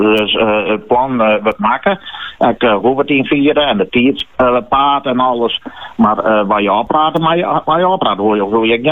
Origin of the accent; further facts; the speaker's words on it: Friesland, Netherlands; we als Friesen